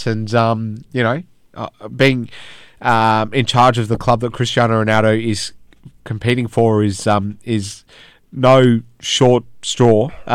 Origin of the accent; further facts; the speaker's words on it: Australia; making a debut early doors is always something we want to see as Aussie football fans.